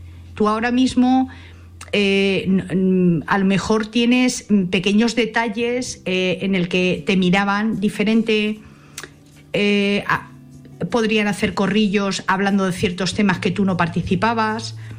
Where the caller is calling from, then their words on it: Madrid, Community of Madrid, Spain; de Madrid.